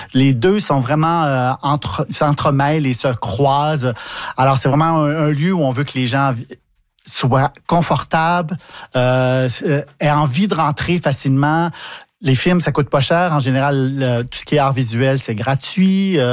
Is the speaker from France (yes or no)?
no; Montreal, Quebec, Canada; moved away as an adult; now in Saint-Mathieu-du-Parc, Canada; Je viens de Montréal, mais … maintenant, c'est sûr.